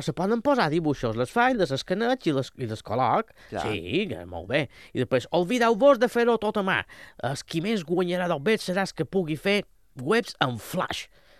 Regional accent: Banyabufar, Balearic Islands, Spain; born or raised there

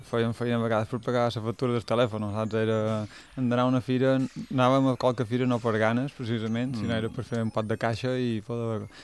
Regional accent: Palma, Balearic Islands, Spain; now in Pòrtol, Spain; Bé, originalment nosaltres som de Palma, però actualment visc a Pòrtol.

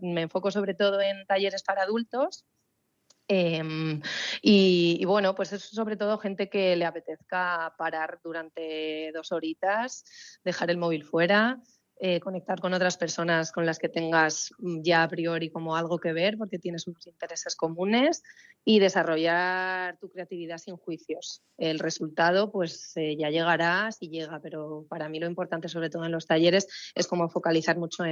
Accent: Ribadesella, Asturias, Spain; now in Balearic Islands, Spain

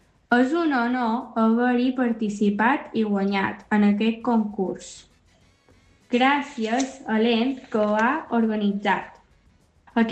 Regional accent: Llubí, Balearic Islands, Spain; de Can Fiolet, de Llubí. Tenc 11 anys.

